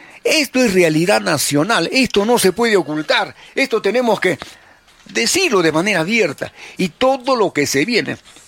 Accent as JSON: {"language": "Spanish", "region": "Arequipa", "country": "Peru", "said": "somos arequipeños"}